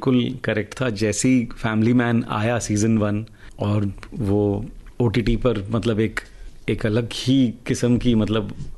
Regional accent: Mumbai, Maharashtra, India; मैं मुंबई में पला बड़ा हूँ, मराठी बोल लेता हूँ

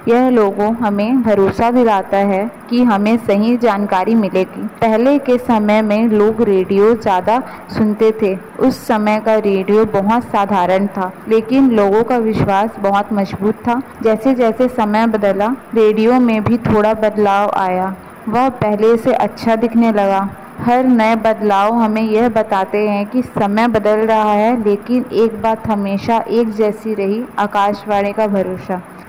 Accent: Raigarh, Chhattisgarh, India; और मैं कबीर चौक रायगढ़ की निवासी हूँ।

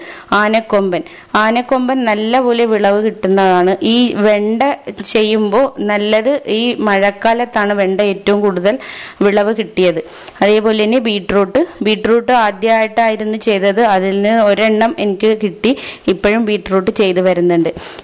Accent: Kavaratti, Lakshadweep, India; Kavaratti സ്വദേശിനിയാണ്.

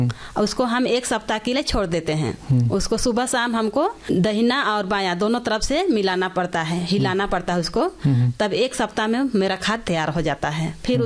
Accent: Jharkhand, India; और मैं कांके ब्लॉक से गागी गाँव से आई हूँ।

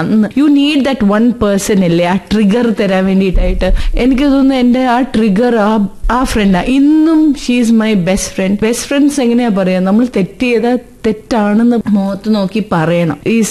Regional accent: Firozpur, Punjab, India; born there; അച്ഛൻ ആർമി ഓഫീസറായിരുന്നു. ഞാൻ ജനിച്ചത് പഞ്ചാബ് ഫിറോസ്പൂരില്.

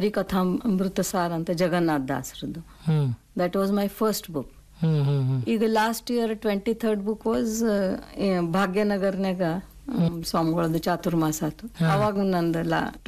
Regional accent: Karnataka, India; also born or lived in Jabalpur / Maharashtra; ಮೂಲತಃ ನಾವು ಕರ್ನಾಟಕದವ್ರೆ, ಆದರೆ ನಮ್ಮ ತಂದೆಯವರು central government job ಡಿಫೆನ್ಸ್ನಾಗ ಇದ್ದಿದ್ರಿಂದ transferable job ಇತ್ತು ಅವ್ರದ್ದು.

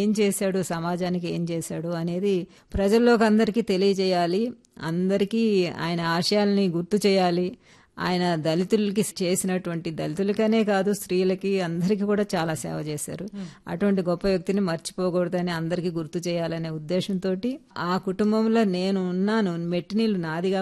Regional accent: Hyderabad, Telangana, India; నేను పుట్టి పెరిగింది మా నాన్నగారు నెల్లూరు వాస్తవ్యులు, వారు హైదరాబాద్లో సెటిల్ అయ్యారు కాబట్టి నేను ఇక్కడే హైదరాబాద్లోనే పుట్టి పెరిగాను కాబట్టి ఇక్కడే చదువుకున్నాను.

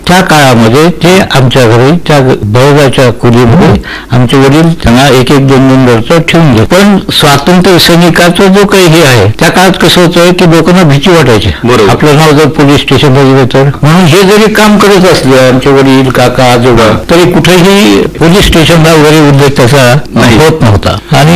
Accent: Kumbhephal, Maharashtra, India; माझा जन्म केस तालुक्यातील कुंभेफळ या गावी झाला.

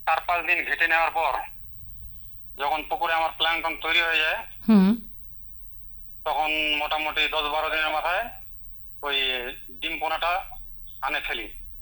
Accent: Mendabari, West Bengal, India; আমার বাড়ি হচ্ছে পরনদিঘি থানা উত্তর দিনাজপুর জেলা মেন্দাবাড়ি গ্রাম।

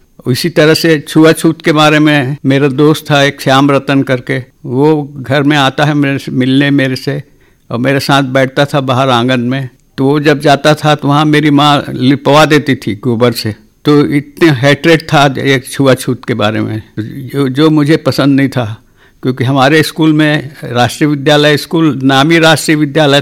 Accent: a village in Raipur district, Chhattisgarh, India; first language Chhattisgarhi; Hindi is a second language; रायपुर जिले का ही एक ग्राम है कुर्रा बंगोली, यहाँ से 30 किलोमीटर है, वहाँ मेरा जन्म हुआ और प्राइमरी स्कूल की शिक्षा मेरे को उसी गाँव से मिली।

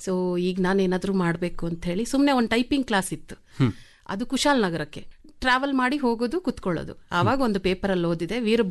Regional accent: Kodagu, Karnataka, India; born or raised there; moved away as an adult; now in Bengaluru, India

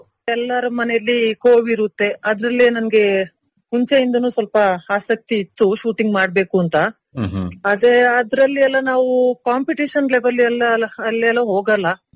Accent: Ammathi, Karnataka, India; ನಾನು ಅಮ್ಮತ್ತಿಯವಳು ಸರ್, ಆನಂದ್ಪುರ ನಾನು ಹುಟ್ಟಿ ಬೆಳೆದಿರೋ ಊರು ಅಮ್ಮತ್ತಿ ಹತ್ರ.

